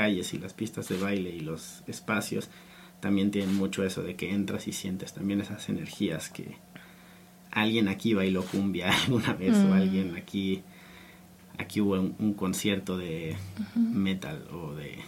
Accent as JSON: {"language": "Spanish", "country": "Mexico", "tie": "born or raised there", "said": "como que crecí moviéndome mucho en México y pues como que igual pues me marcó lo mismo"}